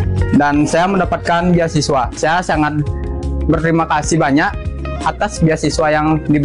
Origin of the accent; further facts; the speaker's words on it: Gitgit, Bali, Indonesia; berasal dari Gitgit.